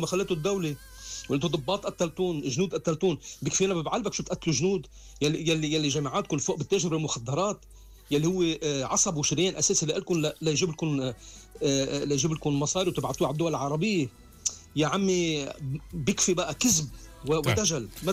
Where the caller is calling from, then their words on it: Beirut, Beirut Governorate, Lebanon; من بيروت.